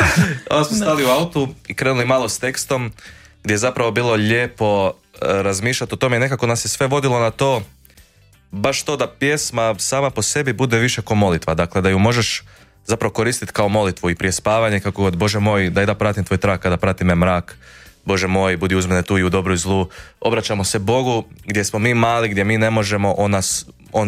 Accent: Voloder, Sisak-Moslavina County, Croatia

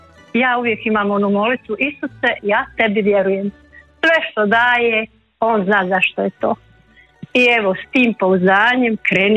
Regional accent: Kloštar Ivanić, Zagreb County, Croatia; Iz Kloštra sam Ivanića i koristim ovu prigodu da pozdravim našeg bivšeg župnika

